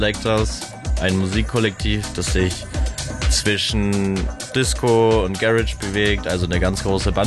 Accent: Ingolstadt, Bavaria, Germany; now in Cologne, Germany; Ich habe die Ehre, in Köln jetzt mittlerweile seit 4 Jahren wohnen zu dürfen. Ich komme ursprünglich aus Ingolstadt.

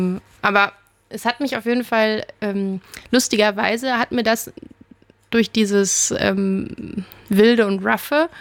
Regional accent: Oerlinghausen, North Rhine-Westphalia, Germany; Ich bin in Lippe in Oerlinghausen groß geworden.

